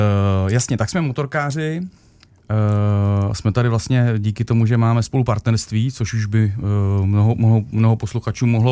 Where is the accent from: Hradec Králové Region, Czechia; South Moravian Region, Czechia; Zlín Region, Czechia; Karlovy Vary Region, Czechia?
Hradec Králové Region, Czechia; Chlumec nad Cidlinou; my jsme rodáci z Chlumce, jsme na to hrdí.